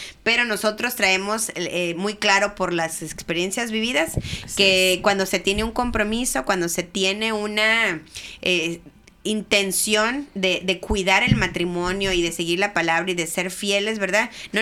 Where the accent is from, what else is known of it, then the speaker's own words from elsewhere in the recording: Mexico; estábamos como buenos mexicanos llenos de memes